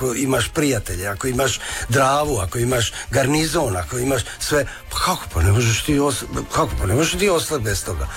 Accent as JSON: {"language": "Croatian", "town": "Osijek", "region": "Osijek-Baranja County", "country": "Croatia", "tie": "born or raised there", "also_born_or_lived": "Sarajevo", "moved": "as an adult", "lives_now": "Germany", "said": "Moja domovina je Osijek."}